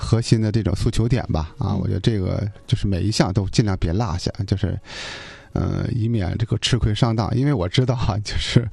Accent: Fuyu, Jilin, China; moved away; 我老家扶余那边

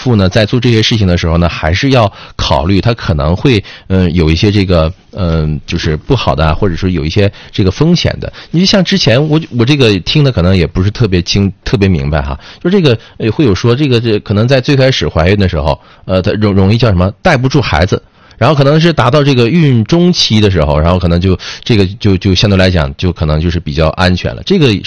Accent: Northeast China, China; accent: Northeastern dialect; 咱们东北话就歇力啊

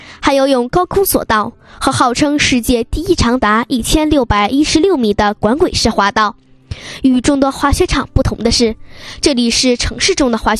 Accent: Changchun, Jilin, China; 无论将来我身在何方，长春都是我魂牵梦萦的家。我是长春人，我骄傲，我为我的家乡代言。

